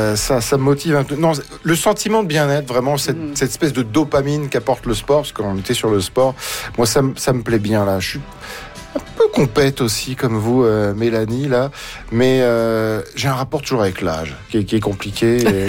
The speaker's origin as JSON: {"language": "French", "country": "France", "moved": "yes", "lives_now": "Alberta, Canada", "said": "On est français"}